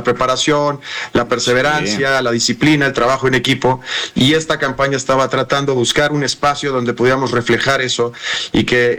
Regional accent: Mexico; las cosas que hoy en día como mexicanos podemos lograr.

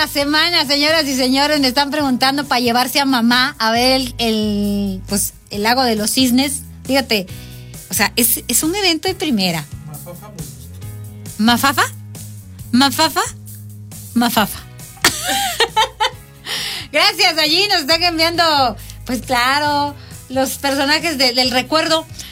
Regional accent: Tuxpan, Nayarit, Mexico; now in San Martín de Hidalgo, Mexico; Soy de Tuxpan, Nayarit. Pero ya tengo 50 años en San Martín de Hidalgo, tierra del tendido de Cristos.

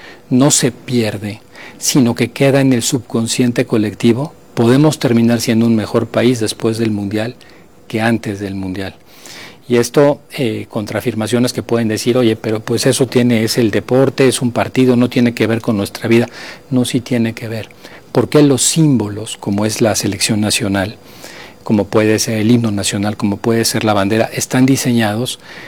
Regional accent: Mexico; nací en México, tengo que definir que aquí crecí, tengo que definir que he cantado el himno nacional

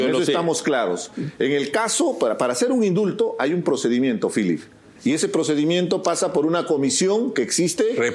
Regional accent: Peru; Tú eres de derecha, yo soy de izquierda. Uh-huh. Pero al final somos peruanos.

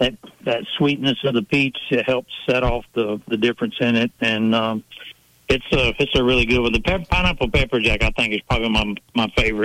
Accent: East Coast, United States; moved away; me growing up on the East Coast

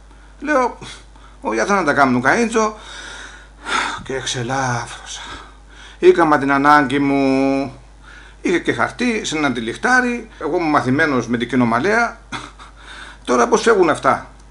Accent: Olympos, South Aegean, Greece; γιατί να είμαι από την Όλυμπο της Καρπάδου και θεωρώ πως έχουμε καλή εταιρεία.

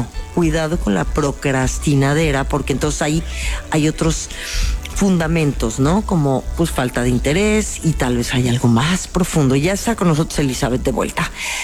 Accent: Mexico; así somos los mexicanos

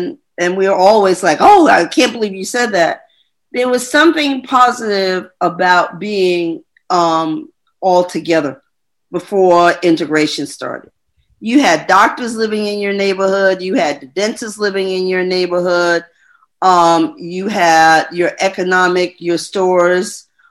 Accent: New York City, New York, United States; My roots, my homeland happens to be the Bronx, New York, New York City. I'm a New Yorker. I still identify with being a Bronx girl, a homie. We started out in the South Bronx, my mother, my father, and I. I'm also adopted.

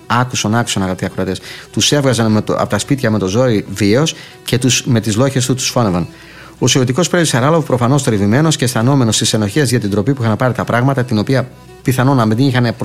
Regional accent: Greece; μας πληγώνει σαν Έλληνες

